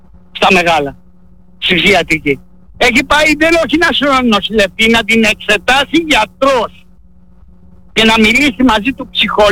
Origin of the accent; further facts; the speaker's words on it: Keratsini, Attica, Greece; now in Thessaloniki, Greece; Εντάξει, εγώ είμαι από το Κερατσίνι. Είχα τσιγαδώσει, είχα μια εταιρεία security, την έκλεισα, τελείωσε, έτσι. Και ανέβηκα πάνω στη Θεσσαλονίκη.